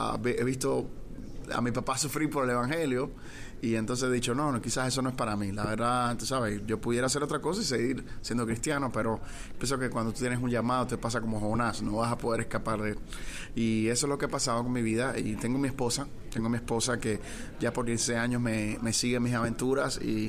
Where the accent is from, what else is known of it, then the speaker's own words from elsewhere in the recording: Cuba; soy de Cuba y nací en un hogar cristiano, un hogar pastoral.